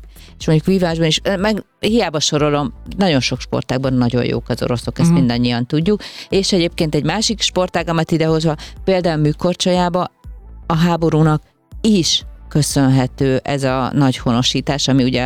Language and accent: Hungarian; Hungary; magyar vagyok